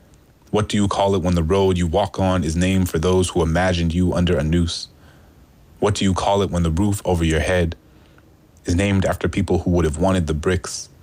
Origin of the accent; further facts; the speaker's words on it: New Orleans, Louisiana, United States; I remember growing up in New Orleans and being inundated with these messages, some implicit, some explicit